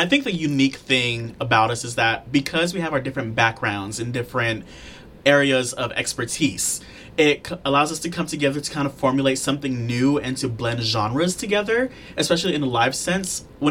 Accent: Long Beach, California, United States; now in Kansas City, United States; originally I'm from Long Beach, California

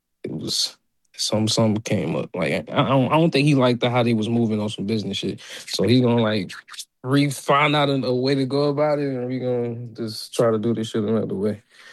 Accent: Virginia, United States; Like, just with the South in general, it's like I'm from Virginia. I'm told all the time that I'm not even Southern for real, for real.

